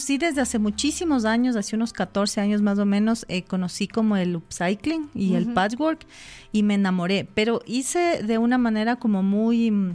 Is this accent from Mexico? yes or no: no; Andes, Ecuador; estas piezas con las que hemos crecido todos los ecuatorianos y la gente andina